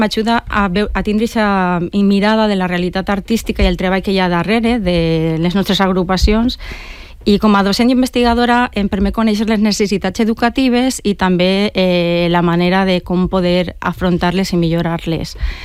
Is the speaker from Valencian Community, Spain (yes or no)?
yes; Turís, Valencian Community, Spain; A la Societat Musical Turisense de Turís, jo soc de Turís